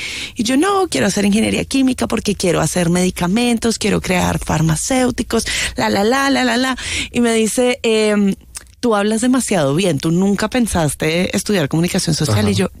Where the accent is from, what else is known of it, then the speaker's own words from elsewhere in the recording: Bogotá, Bogotá D.C., Colombia; Bueno, yo soy bogotana, orgullosamente bogotana, niña Bogotá. Gané el concurso de Niña Bogotá cuando tenía 8 años.